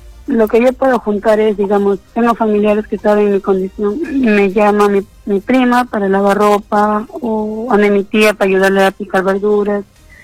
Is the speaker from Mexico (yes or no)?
no; Camaná, Arequipa, Peru; Tengo 26 años de edad. Soy de Camana.